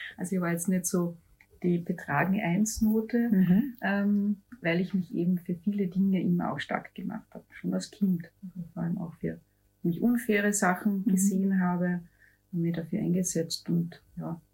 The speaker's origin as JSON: {"language": "German", "region": "Carinthia", "country": "Austria", "tie": "born or raised there", "said": "Ich bin am Land aufgewachsen, also in ganz einem kleinen Dorf, ein bisschen außerhalb von Villach, in der Unterschütt, wenn das vielleicht jemand kennt, und auch in sehr einfachen Verhältnissen."}